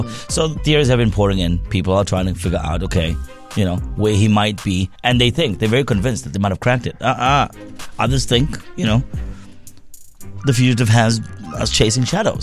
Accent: Thailand; because you know where I'm from, right? I'm from Thailand.

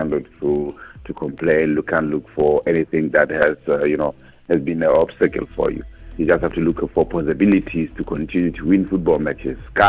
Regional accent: South Africa; I think as South African

